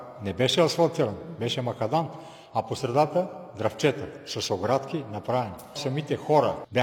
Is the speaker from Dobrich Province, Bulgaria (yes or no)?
yes; Dobrich, Dobrich Province, Bulgaria; born there; Ами роден съм в Добрич, но детските ми години са минали тука.